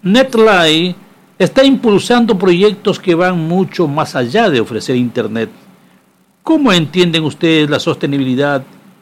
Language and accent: Spanish; Galápagos, Ecuador; born there; soy de San Cristóbal, Galápagos, nacido